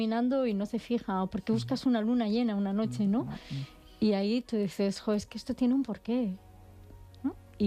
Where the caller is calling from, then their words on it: Ciudad Real, Castilla-La Mancha, Spain; yo soy manchega, de Ciudad Real